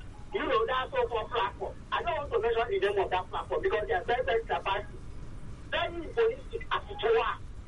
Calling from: Nigeria; I'm calling from Abaranjeni.

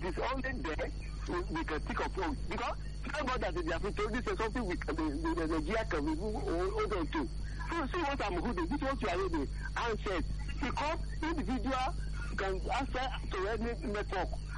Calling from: Ibadan, Oyo, Nigeria; I am calling from Okudun, Ibadan.

